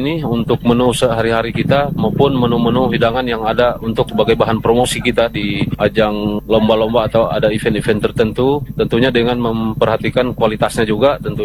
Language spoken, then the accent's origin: Indonesian; Buol, Central Sulawesi, Indonesia